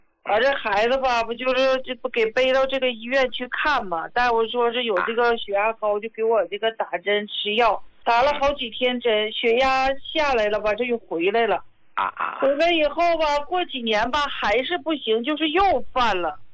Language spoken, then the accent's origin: Chinese; Daqing, Heilongjiang, China; 胡老师啊，我是大庆的。